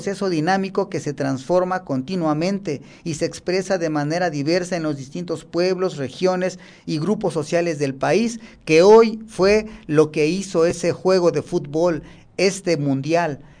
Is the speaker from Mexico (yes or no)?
yes; Mexico; nosotros como mexicanos